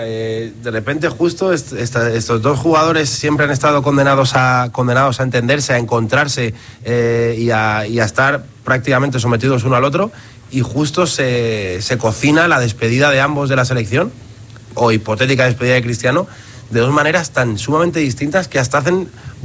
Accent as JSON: {"language": "Spanish", "country": "Spain", "said": "No, porque soy de España."}